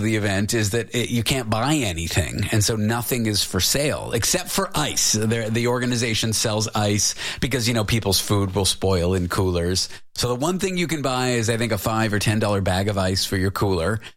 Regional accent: Canada; born there; moved away; also born or lived in United States; Well, I'm a born Canadian. I'm a naturalized. I'm an American by choice, as weird as that statement is. I don't know what the percentages are, though, but most of my life has been lived in Canada.

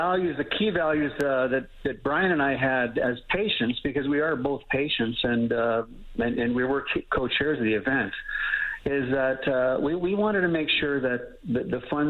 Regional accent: Banff, Alberta, Canada; I grew up in Alberta in a small town, Banff, Alberta, and I was like, any young kid growing up in the 60s

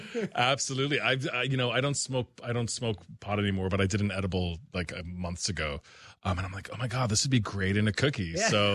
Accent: Newfoundland and Labrador, Canada

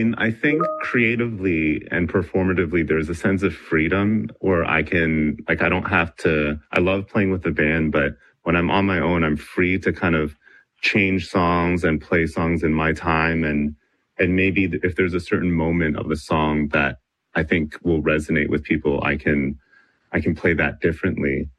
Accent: Mississauga, Ontario, Canada; growing up here in Mississauga, I definitely lost a bit of the language just because I didn't use it as much, but it was always spoken with my family. And I really, in the past years, wanted to just regain my knowledge for language and my mother tongue.

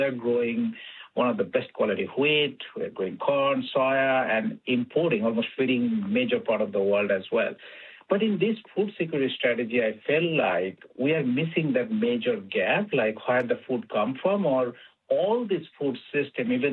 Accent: Canada; how do we connect that so that we can see, as a Canadian, we feel less stress when we buy food?

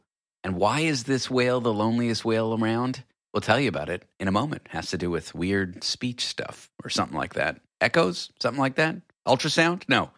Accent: Toronto, Ontario, Canada; I grew up in Toronto in Canada, and they're in about 2 hours away.

